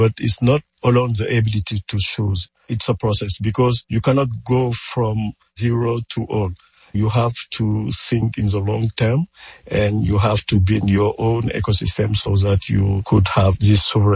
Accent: Senegal; But we have to be aware of our own capabilities also. … from Senegal.

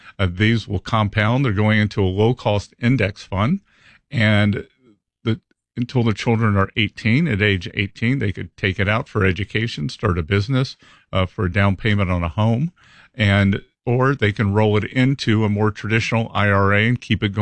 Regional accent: Little River, South Carolina, United States; moved away; I'm from Little River, South Carolina, which is now the gateway to Myrtle Beach.

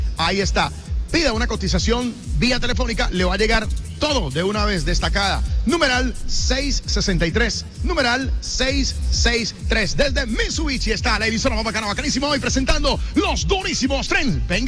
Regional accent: Colombia; todos como colombianos debemos salir a votar

